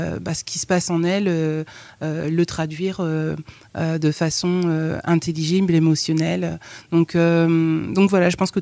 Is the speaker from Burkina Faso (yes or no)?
no; Bourges, Centre-Val de Loire, France; born there; also born or lived in Kinshasa, Congo / Tours; Et j'ai grandi à Tours, j'ai fait toute ma scolarité à Bourges, dans le Cher. Ensuite, je suis venue à Tours, donc je connais très bien la ville de Tours. J'y ai vécu 10 années